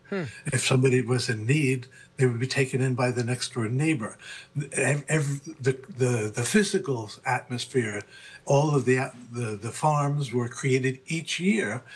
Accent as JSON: {"language": "English", "town": "New York City", "region": "New York", "country": "United States", "tie": "born or raised there", "moved": "as an adult", "said": "I'm from the Bronx, which is not exactly exquisite living, at least when I was a child"}